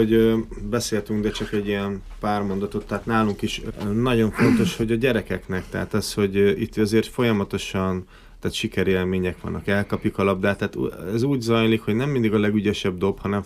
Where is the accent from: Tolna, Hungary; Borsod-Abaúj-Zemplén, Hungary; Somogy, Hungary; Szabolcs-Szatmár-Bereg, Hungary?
Borsod-Abaúj-Zemplén, Hungary; Miskolc; born there; moved away; Miskolcon 25 évig, tehát nem itt éltem, és visszajöttem